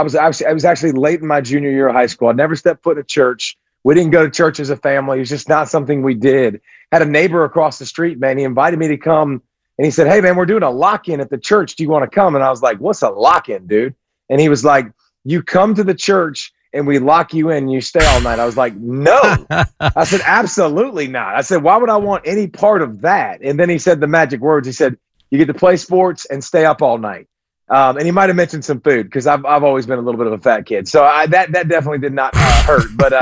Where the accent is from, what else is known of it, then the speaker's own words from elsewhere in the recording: Georgia, United States; Yeah, I'm a Georgia kid. So I grew up in Georgia, not far from the university.